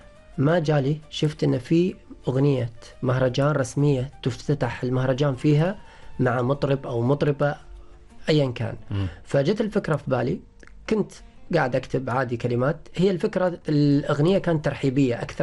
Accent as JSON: {"language": "Arabic", "country": "Oman", "said": "كوننا إحنا شباب عمانيين أساسا،"}